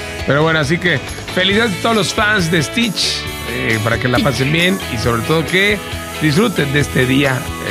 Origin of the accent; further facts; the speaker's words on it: Mexico; como somos los paisas, los mexas